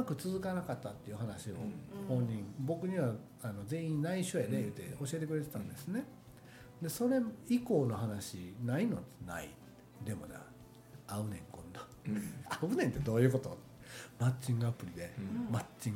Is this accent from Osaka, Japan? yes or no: yes; Takatsuki, Osaka, Japan; 地元の高槻